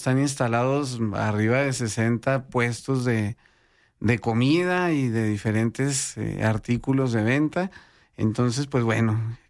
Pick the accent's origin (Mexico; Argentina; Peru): Mexico; podamos siempre sentirnos orgullosos de ser mexicanos.